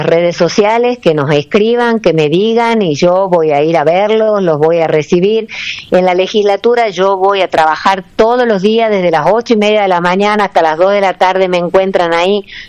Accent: Tucumán, Argentina

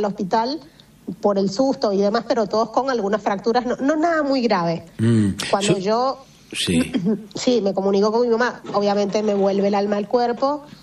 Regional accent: Venezuela; uno lo que siente como venezolano es una tristeza, es como decir, Dios mío, ¿hasta cuándo vamos a sufrir los venezolanos?

